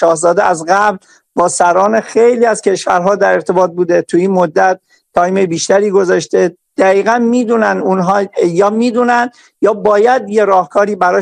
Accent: Gilan, Iran; من خودم همشهری شما هستم، بچه گیلان هستم

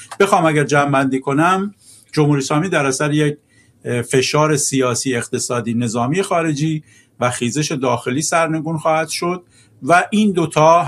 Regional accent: Iran; وظیفه‌مو به عنوان یه ایرانی انجام دادم برای کشورم

